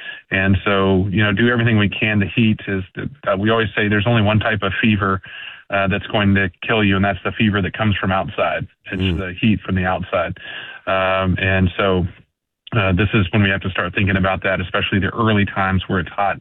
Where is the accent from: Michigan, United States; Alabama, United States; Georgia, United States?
Georgia, United States; Atlanta; born there; moved away; also born or lived in East Tennessee; growing up in Atlanta, Georgia, and then East Tennessee.